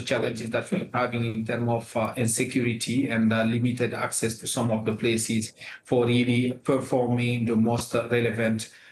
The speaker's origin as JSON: {"language": "English", "country": "Guinea", "said": "I'm originally from Guinea, one of the countries which were affected a decade ago."}